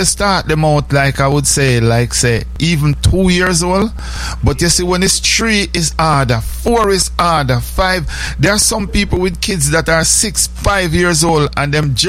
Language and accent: English; Jamaica; you see, we grew up in Jamaica where whenever somebody we call him mad, we not call him retarded or a idiot.